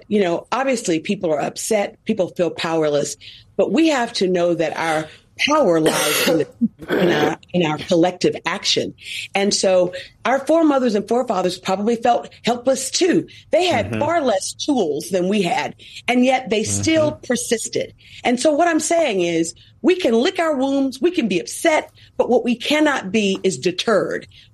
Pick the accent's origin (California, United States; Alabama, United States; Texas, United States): Alabama, United States; Selma; Selma, my hometown